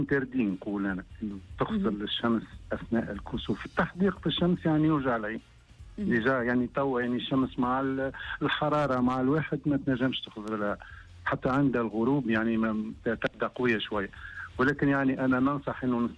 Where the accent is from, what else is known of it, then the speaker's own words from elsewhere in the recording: Tunisia; لانه القرن 21 نحن في تونس من 1905 ما صارش كسوف، تقريبا 122 عام ما صارش كسوف كلي عندنا.